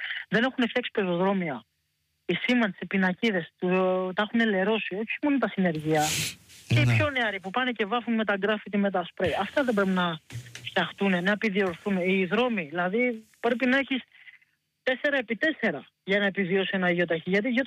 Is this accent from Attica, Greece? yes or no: yes; Kamatero, Attica, Greece; Μπορεί να είμαι από το Καματερό, αλλά δεν μιλάω από το Καματερό. Μιλάω πάλι περιοχή.